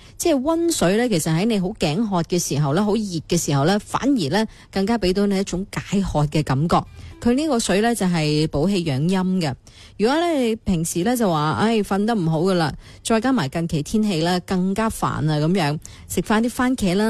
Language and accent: Cantonese; Guangdong, China; 尤其是呢我哋岭南人本身就湿气重。